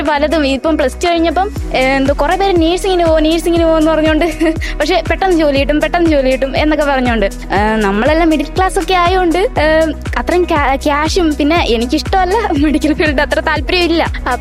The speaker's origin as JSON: {"language": "Malayalam", "town": "Karavalur", "region": "Kerala", "country": "India", "said": "വീട് കരവാളൂ, പുനലൂർ."}